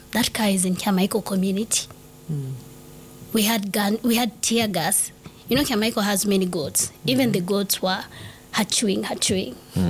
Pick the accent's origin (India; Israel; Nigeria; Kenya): Kenya; Nairobi; The thing about growing up in Mathare is mnajuana all your lives.